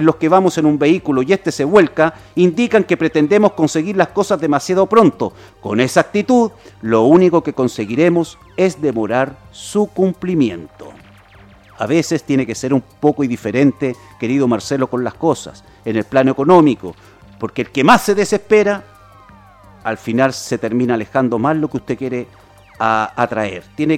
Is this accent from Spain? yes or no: no; Chile; born there; moved away as an adult; No, yo soy más chileno que los porotos, nacido en Chile y estoy enamorado de mi país